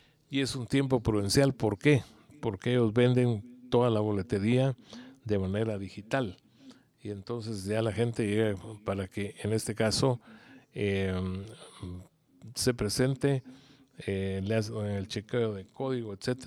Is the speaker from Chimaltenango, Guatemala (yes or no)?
no; Guatemala City, Guatemala Department, Guatemala; somos capitalinos